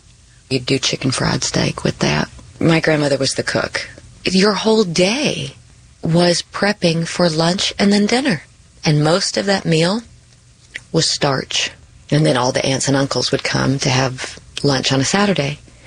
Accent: Dallas, Texas, United States; born there; I was born in Dallas-Fort Worth Airport Hospital.

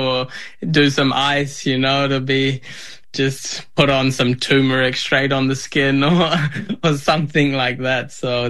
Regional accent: New Zealand; born there

